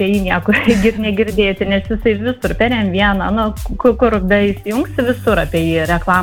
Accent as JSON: {"language": "Lithuanian", "town": "Panevėžys", "region": "Panevėžys County", "country": "Lithuania", "said": "esu iš Panevėžio."}